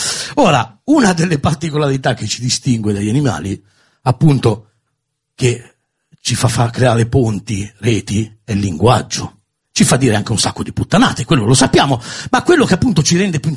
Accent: Milan, Lombardy, Italy; Da dove vengo io, i quartieri brutti ne avete sentito parlare, tipo Rogoredo? Da noi la criminalità è così organizzata che porta la divisa.

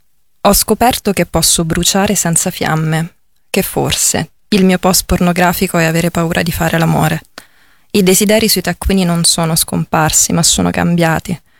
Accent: Rome, Lazio, Italy; sono romana, però c'è un riferimento che faccio all'interno di un testo che è delle origini lucane della mia famiglia

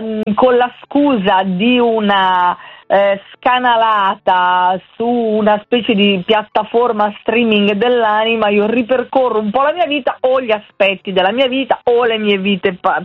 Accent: Pioltello, Lombardy, Italy; io sono proprio di Pioltello e quindi … così semplice senza H

